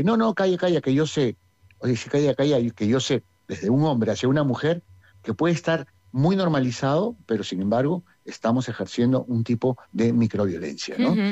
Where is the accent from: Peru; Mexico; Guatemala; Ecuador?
Peru; now in Bilbao, Spain; yo soy peruano, soy nacido en Perú, pero bueno, mi familia es de aquí.